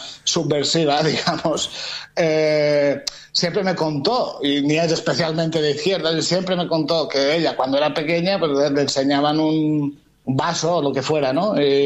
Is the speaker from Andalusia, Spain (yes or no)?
no; Balearic Islands, Spain; como mallorquín, aquí tenemos nuestra propia lengua, que es el catalán, tenemos nuestras costumbres